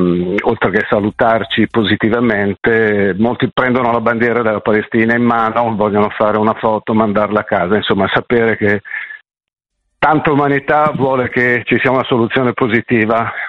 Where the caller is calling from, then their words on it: Milan, Lombardy, Italy; Io chiamo da Milano